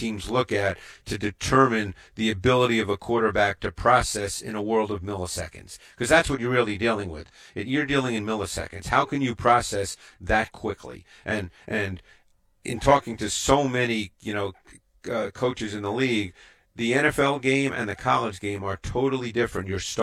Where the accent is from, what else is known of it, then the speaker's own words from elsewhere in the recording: New York City, New York, United States; I grew up in Queens